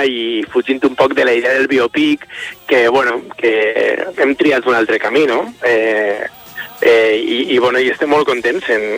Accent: Valencian Community, Spain; és un repte per mi com a valencià fer una pel·lícula sobre

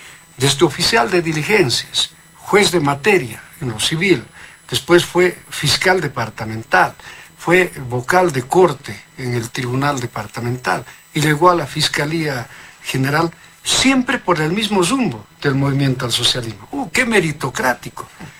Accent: Bolivia

